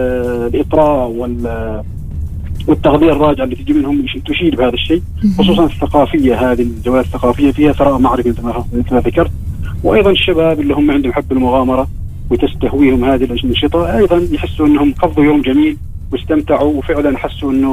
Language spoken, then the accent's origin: Arabic; Oman; وهذه شهادة نفتخر فيها احنا كأصحاب مشاريع واحنا كعمانيين بصورة عامة.